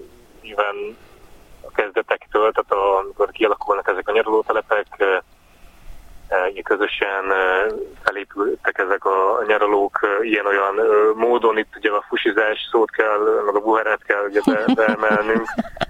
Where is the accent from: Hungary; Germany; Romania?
Hungary; Balatonakali, Veszprém County; Hát én Balatonakaliban nőttem föl